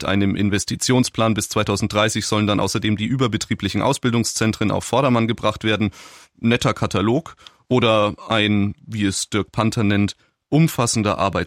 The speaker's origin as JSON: {"language": "German", "region": "Bavaria", "country": "Germany", "tie": "born or raised there", "said": "Ich bin da als gebürtiger Franke ja eher beim Bier."}